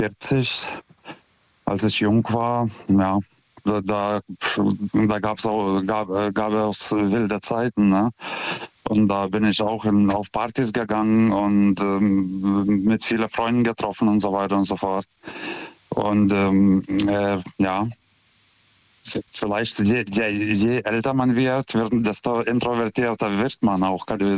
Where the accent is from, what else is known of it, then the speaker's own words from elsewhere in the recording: Lithuania; now in Germany; Ich komme ja ursprünglich aus Litauen. Ich bin erst 2006 nach Deutschland g